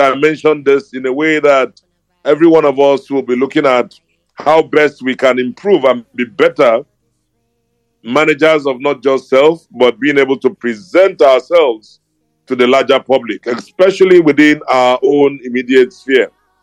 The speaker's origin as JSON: {"language": "English", "country": "Nigeria", "said": "We are Nigerians and we are from Nigeria."}